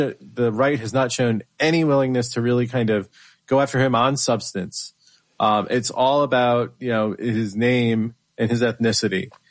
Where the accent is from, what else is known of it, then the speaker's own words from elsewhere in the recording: Connecticut, United States; my home state of Connecticut